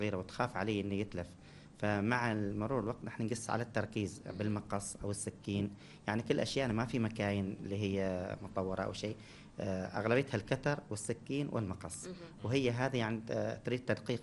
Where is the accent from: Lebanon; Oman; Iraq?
Oman; نحن كشباب عمانيين